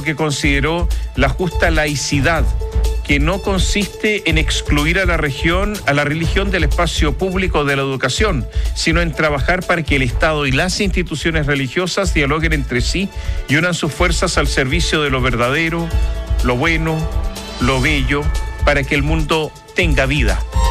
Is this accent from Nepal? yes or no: yes; Nepal; Vengo desde Nepal, un país lejano en el Himalaya, trayendo una advertencia cercana para la humanidad.